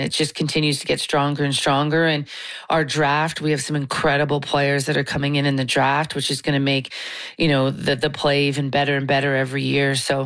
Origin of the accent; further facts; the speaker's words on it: Canada; but you know, I am Canadian, so it's kind of nice that we are going to have a Canadian team that's going to win it